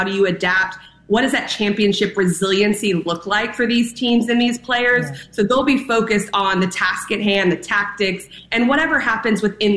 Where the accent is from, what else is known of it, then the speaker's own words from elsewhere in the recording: Texas, United States; being a Texan